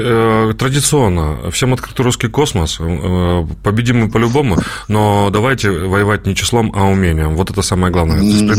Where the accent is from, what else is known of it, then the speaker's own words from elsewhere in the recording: Donetsk, Donetsk Oblast, Ukraine; я же из Донецка. Вот нас с 15-го года, ну, просто утюжит всем.